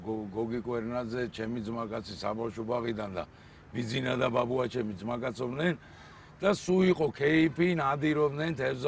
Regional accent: Tbilisi, Georgia; გავიზარდე მოსაშვილის ქუჩა ვაგის პარკთან.

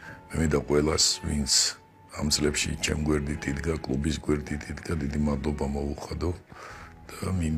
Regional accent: Abkhazia, Georgia; moved away; ჩვენი კუთხე, ჩვენი აფხაზეთი

